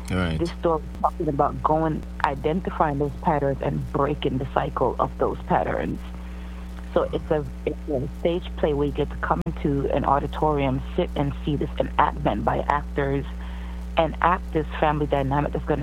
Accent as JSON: {"language": "English", "town": "New York City", "region": "New York", "country": "United States", "tie": "born or raised there", "said": "I grew up in the Bronx. I'm a young person I've been in the Bronx over 15 years, all my life, basically. So I grew up in the Bronx. My family's from the Bronx."}